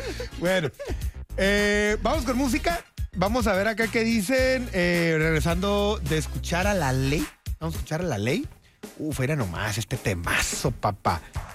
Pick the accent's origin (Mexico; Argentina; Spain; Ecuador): Mexico; como buen mexicano dices, es mejor que sobra que falte